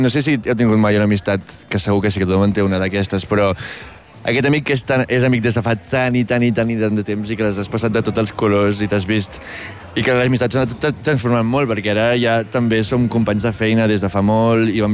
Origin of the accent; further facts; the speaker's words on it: Espolla, Catalonia, Spain; also born or lived in Barcelona; jo sóc natural d'Espolla